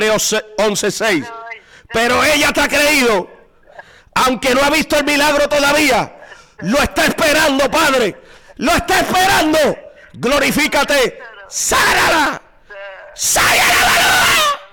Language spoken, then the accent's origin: Spanish; Cataño, Puerto Rico; oro por el pueblo de Cataño, por mi pueblo de forma especial.